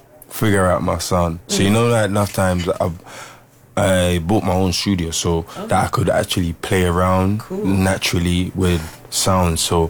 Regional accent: London, United Kingdom; I'm from Cricklewood, London.

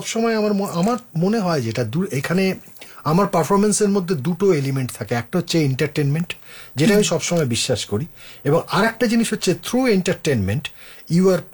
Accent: Howrah, West Bengal, India; moved away as an adult; also born or lived in Kolkata; now in London, United Kingdom; আমি হাওড়ায়, আমার জন্ম কলকাতার কাছেই, কলকাতা থেকে পুরনো একটি শহরে হাওড়া, হাওড়া ব্রিজ সবাই জানে, সেখান সেটা আমার বাড়ি থেকে খুব একটা দূরে নয়। তো সেখানেই আমি পড়াশোনা করি

